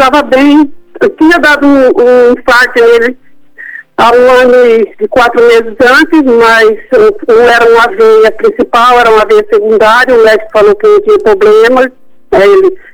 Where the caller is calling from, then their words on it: Álvares Machado, São Paulo, Brazil; De Álvares Machado, viu?